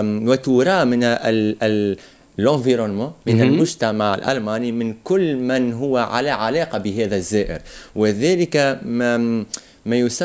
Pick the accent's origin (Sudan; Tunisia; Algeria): Tunisia; now in Germany; أنا في هذه الصائفة عدت إلى بلدي وهو بلدي تونس